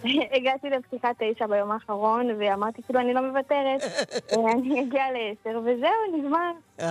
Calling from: Rishon LeZion, Central District, Israel; אנחנו מראשון לציון

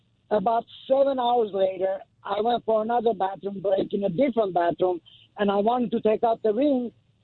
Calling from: Los Angeles, California, United States; Los Angeles.

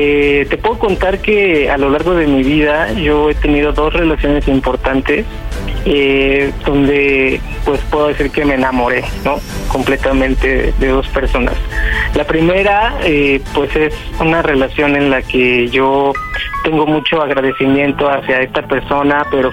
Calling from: Guadalajara, Jalisco, Mexico; tengo 37 años y soy de Guadalajara.

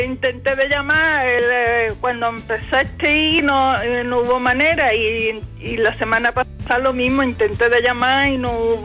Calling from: Rincón de la Victoria, Andalusia, Spain; Yo soy un pueblecito, una aldeita que se llama Los Morenos Altos.

